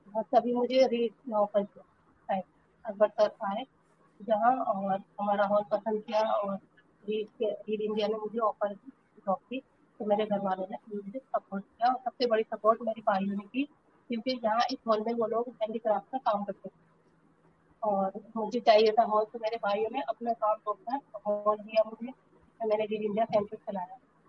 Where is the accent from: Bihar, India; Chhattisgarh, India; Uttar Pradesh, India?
Uttar Pradesh, India; Rampur